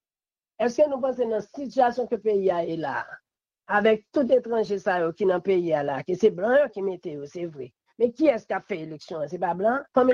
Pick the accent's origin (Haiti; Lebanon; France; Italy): Haiti; Je ne crois pas que c'est seul président ici, en tant que haïtien seulement, que nous avons.